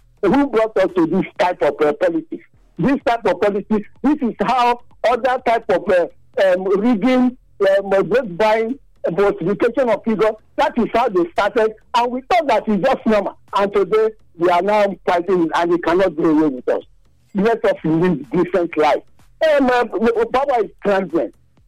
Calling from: Nigeria; I'm calling from Santana Junction, Ebosha Community.

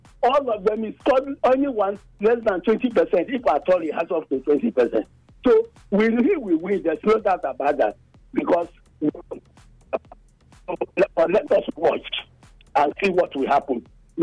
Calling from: Nigeria; I'm calling from Ogbeson community.

